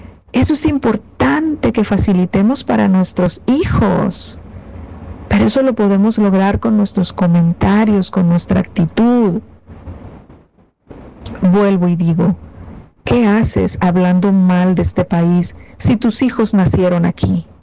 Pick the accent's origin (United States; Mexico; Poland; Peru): Mexico; ni de loco, atento contra mi vida, si yo soy mexicano, si yo soy, y además este domingo juega mi selección.